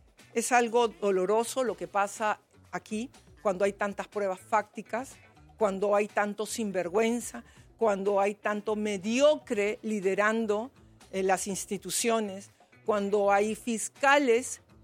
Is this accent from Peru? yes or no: yes; Peru; como madre, como hija, como peruana